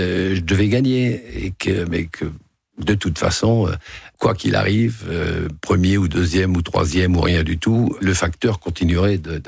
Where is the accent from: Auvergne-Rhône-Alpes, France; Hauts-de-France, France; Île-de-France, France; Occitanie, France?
Hauts-de-France, France; je suis un enfant des cons, je suis du Nord, hein, je suis une lettre de carbon.